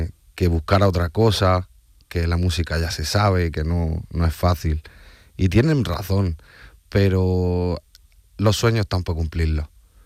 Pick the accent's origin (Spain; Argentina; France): Spain; Almería, Andalusia; Yo soy de aquí, de Almería. Toda, bueno, nací aquí. Mi padre es de Argelia, pero yo soy de, o sea, nací aquí en Almería. Yo soy español, yo me considero más español que otra cosa.